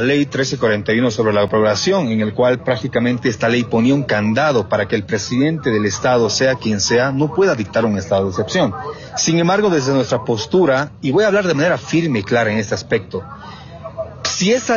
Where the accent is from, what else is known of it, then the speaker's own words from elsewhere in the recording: Bolivia; nosotros como bolivianos